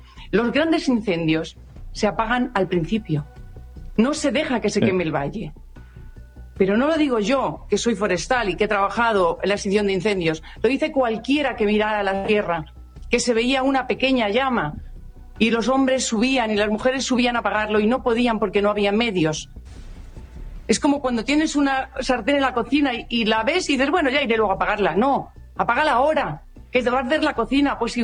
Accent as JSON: {"language": "Spanish", "town": "Casavieja", "region": "Castile and León", "country": "Spain", "said": "soy de Casa Vieja"}